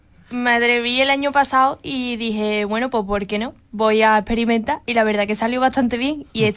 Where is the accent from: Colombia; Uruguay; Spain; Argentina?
Spain; Osuna, Andalusia; Sí, sí, soy de aquí de Osuna.